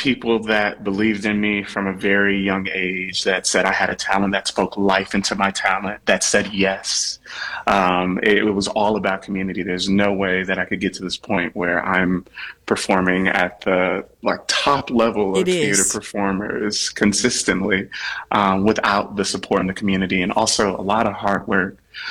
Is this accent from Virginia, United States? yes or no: yes; Norfolk, Virginia, United States; moved away as an adult; also born or lived in Cleveland / New York; Yes, I'm from Norfolk, Virginia.